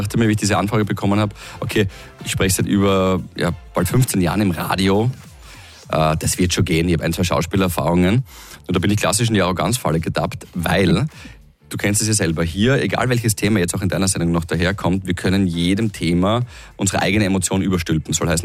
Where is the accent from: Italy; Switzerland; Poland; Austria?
Austria